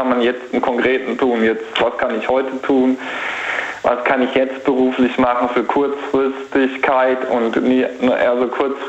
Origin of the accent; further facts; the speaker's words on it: Baden-Württemberg, Germany; Ich komme aus dem Heidelberger Raum.